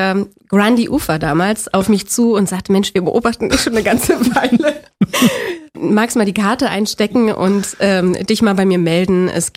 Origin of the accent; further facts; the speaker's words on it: Berlin, Germany; ich bin in Spandau groß geworden.